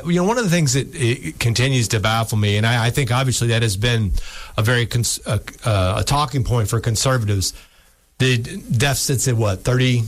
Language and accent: English; Florida, United States; now in North Florida, United States; I've been in North Florida since 89. I grew up in South Florida.